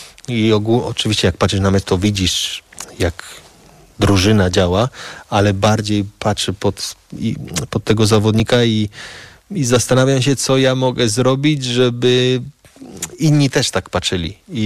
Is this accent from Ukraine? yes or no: no; Spain; jak ja się wychowałem w Hiszpanii, i mi jak grałem w piłkę, jako dzieciak, jako starszy zwracali mi na to uwagę